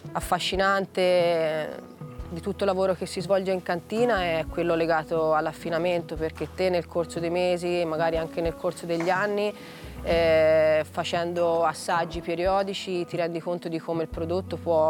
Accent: Bolgheri, Tuscany, Italy; Io sono nata e cresciuta a Bolgheri, nella campagna bolgherese, dove la mia famiglia è arrivata negli anni 50, quando mio nonno acquistò dei terreni dal marchese Incisa della Rocchetta, come tantissime altre famiglie marchigiane

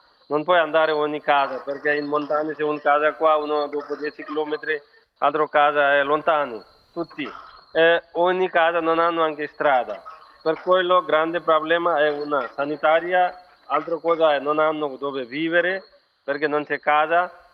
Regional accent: Nepal; Italian is a second language; siamo solo nepalesi

